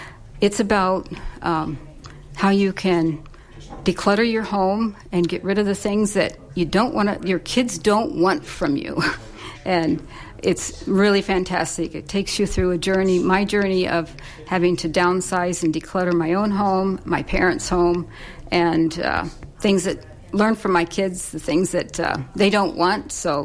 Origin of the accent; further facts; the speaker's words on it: Hackensack, Minnesota, United States; I'm from Hackensack, Minnesota.